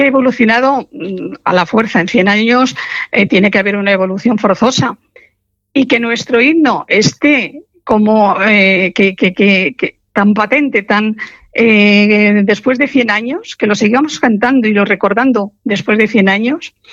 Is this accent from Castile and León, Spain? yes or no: yes; Burgos, Castile and León, Spain; born there